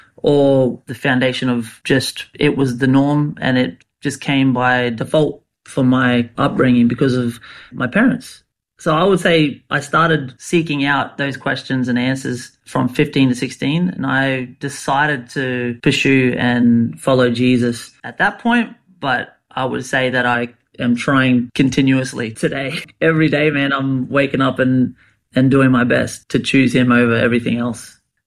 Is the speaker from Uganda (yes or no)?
no; Rockhampton, Queensland, Australia; also born or lived in Bowen; now in Brisbane, Australia; I'm originally from a little town on the Whitsundays called Bowen. And born in Bowen, I was raised in Rockhampton. Finished, yeah, like all my secondary schooling back up north on North Queensland.